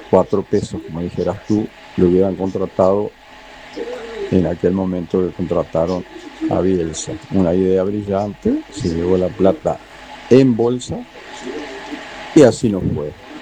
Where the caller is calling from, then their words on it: Lascano, Rocha, Uruguay; Te hablo desde Lascano.